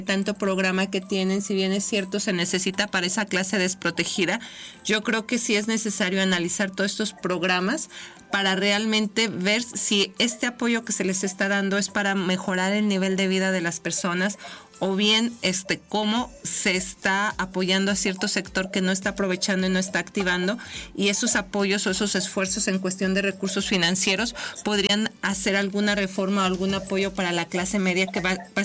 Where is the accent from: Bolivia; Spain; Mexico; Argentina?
Mexico